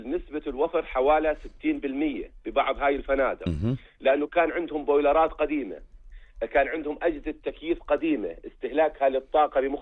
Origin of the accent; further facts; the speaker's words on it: Jordan; اللي عندنا بالأردن